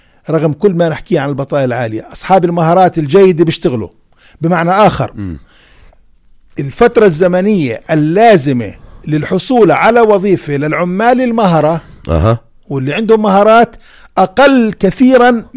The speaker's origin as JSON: {"language": "Arabic", "country": "Jordan", "said": "احنا عندنا في الاردن"}